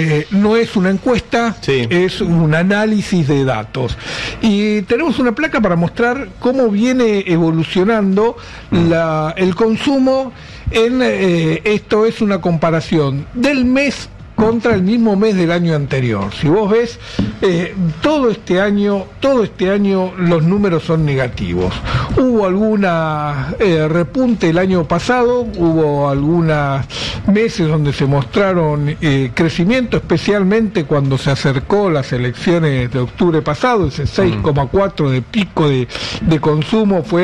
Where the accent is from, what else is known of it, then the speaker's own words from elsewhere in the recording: Argentina; El problema es que el mercado interno somos los argentinos.